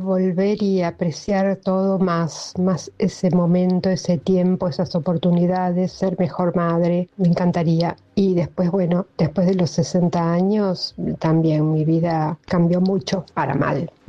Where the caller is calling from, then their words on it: Adrogué, Buenos Aires Province, Argentina; de Adrogué.